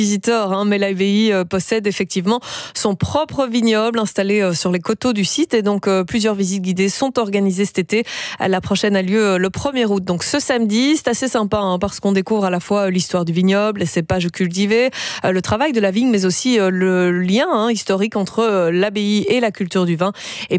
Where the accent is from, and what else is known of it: Belgium